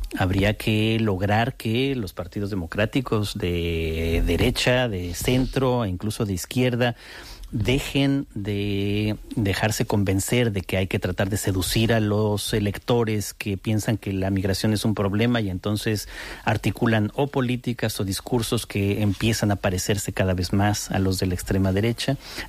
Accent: Spain; also born or lived in United States; Bueno, soy también español y no siempre me he sentido en uh-huh. España, tengo que decirlo, absolutamente acogido

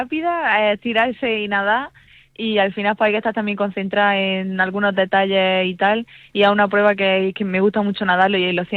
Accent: Motril, Andalusia, Spain; un orgullo de poder representar pues de donde eres, de llevar el nombre de pues Calchuna, Calahonda, Motril, Granada, a cualquier lado

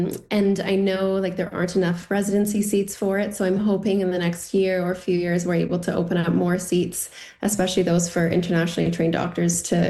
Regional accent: Canada; We're all Canadian residents.

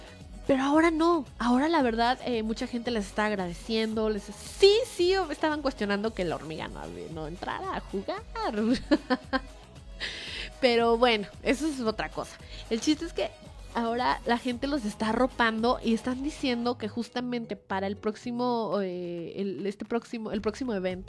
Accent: Mexico; Somos mexicanos, ¿no? Y de todos modos nos sentimos orgullosos.

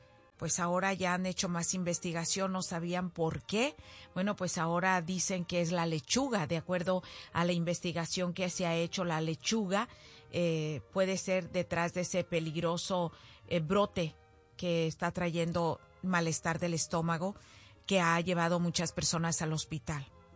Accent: Zacualco de Torres, Jalisco, Mexico; Y pues a los de mi pueblo, oiga, con el permiso de ustedes, de allá de Zacualco de Torres. Esas calles empedradas tan bonitas, oiga, cuando todos los niños salíamos a jugar allí afuera.

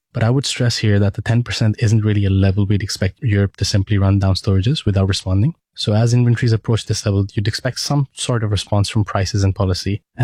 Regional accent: Pakistan; English is a second language; a lot of Asian countries, including my home country, Pakistan as well, they've been having a lot of power cuts

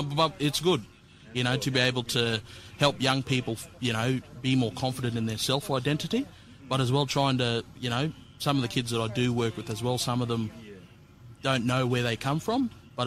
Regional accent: Townsville, Queensland, Australia; born and raised in Townsville.

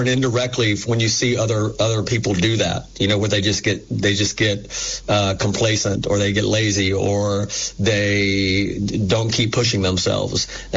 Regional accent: Knoxville, Tennessee, United States; You know, growing up in East Tennessee and in Knoxville, you know, we didn't have a pro allegiance to anything. It was all just Tennessee football. And we grew up out in the country

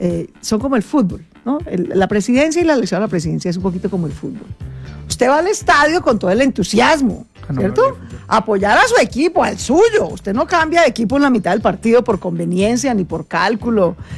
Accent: Colombia; Somos dos colombianos, hemos hechos a pulso, pues, ambos hijos de una familia hecha a pulso.

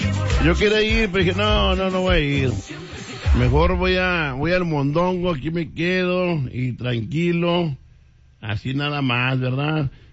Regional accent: Mexico; mi obligación como mexicano, como persona.

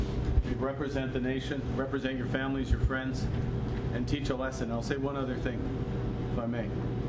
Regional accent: Canada; I'll just say I couldn't be prouder as a Canadian. And on behalf of all Canadians

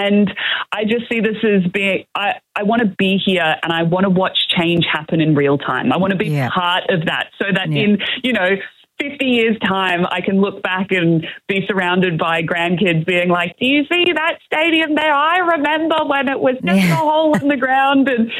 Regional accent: Queensland, Australia; us Queenslanders, we like to be the underdog.

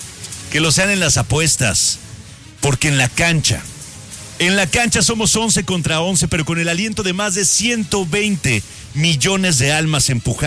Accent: Mexico; Somos lo máximo mexicanos.

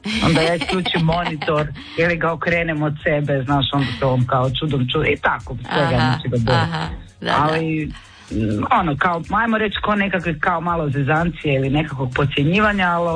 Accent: Croatia; ta metal scena je ipak puno jača vani nego kod nas u Hrvatskoj, da.

